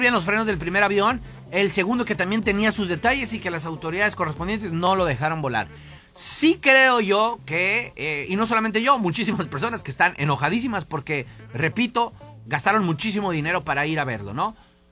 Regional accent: Mexico; nosotros como mexicanos también nos sentíamos muy orgullosos

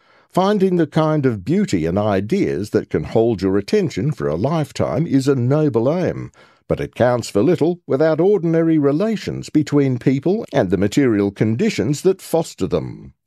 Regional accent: Stratford-upon-Avon, West Midlands, United Kingdom; moved away as an adult; now in London, United Kingdom; I grew up in Stratford-upon-Avon, but if you want to be a journalist in this country, you move to London.

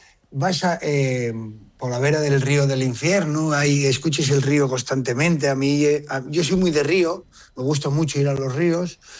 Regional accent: La Collada, Asturias, Spain; arriba a La Collada, que ves Picos de Europa, que ves el Sueve, pero no quiero que vayan, porque es mi pueblo.

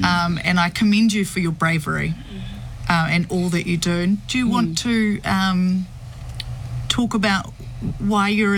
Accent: Opotiki, Bay of Plenty, New Zealand; I grew up in Opotiki.

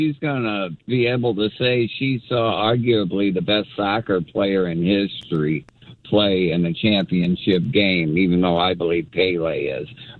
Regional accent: St. Louis, Missouri, United States; now in Arizona, United States; No. I'm from St. Louis originally, and Bidwell out there was a cheap, no good son of a gun, and his son is just as bad.

